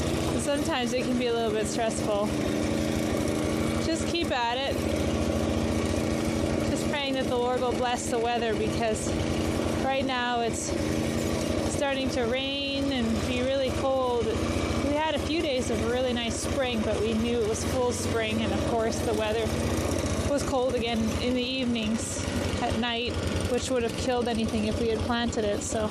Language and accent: English; Vancouver, British Columbia, Canada; moved away; Growing up in Vancouver, British Columbia